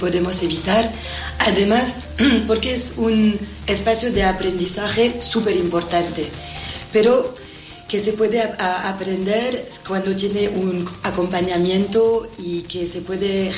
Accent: Belgium; Spanish is a second language; now in Spain; Soy belga.

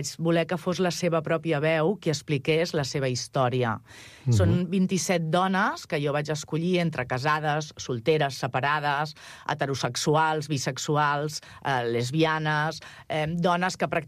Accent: Catalonia, Spain; jo sóc catalana i parlo la llengua català habitualment

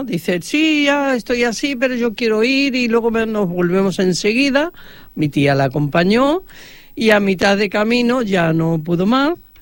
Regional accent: Seville, Andalusia, Spain; moved away as an adult; now in Catalonia, Spain; mi niñez se desarrolló en Triana al 100%, mis primeros estudios en la calle, en el Colegio de San Jacinto de Triana. La verdad, hasta me casé, ya viviendo en Cataluña

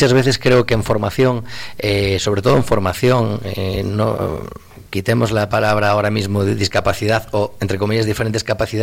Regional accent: Santiago de Compostela, Galicia, Spain; also born or lived in Madrid; now in Gran Canaria, Spain; yo estuve muchísimos años en Galicia, lógicamente, es donde nací, y después estuve en Madrid, pues otros muchos años

